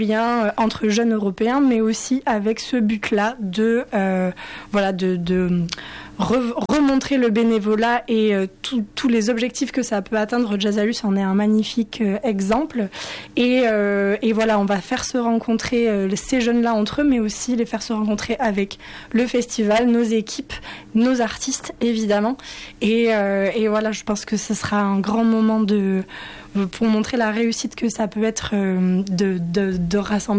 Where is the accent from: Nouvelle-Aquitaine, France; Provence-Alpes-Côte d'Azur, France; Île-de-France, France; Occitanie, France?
Occitanie, France; Luz-Saint-Sauveur; Moi j'ai grandi à Luz-Saint-Sauveur